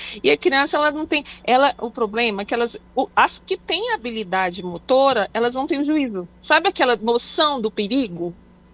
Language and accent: Portuguese; Tocantins, Brazil; Eu sou do Tocantins, aqui tem muito isso.